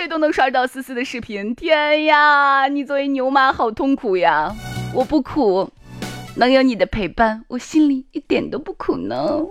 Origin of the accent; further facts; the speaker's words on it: China; 我们中国人